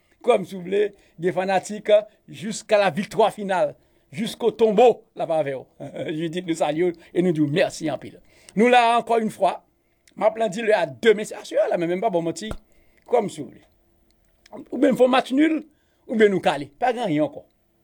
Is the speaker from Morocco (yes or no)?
yes; Morocco; je suis marocain, je suis sorti Maroc.